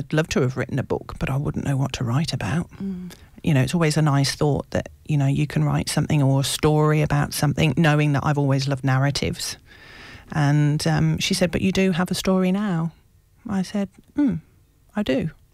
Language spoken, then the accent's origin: English; United Kingdom; moved away as an adult; now in Australia; "Oh, it's just because you're British." I'm like, "Well, I'm Aussie now as well,"